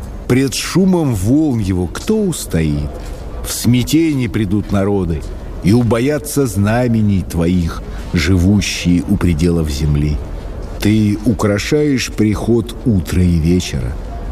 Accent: Moscow, Russia; Нет, я потомственный москвич.

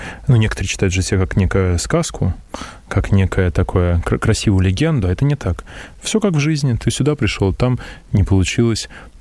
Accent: Moscow, Russia; И мы привыкли, москвичи

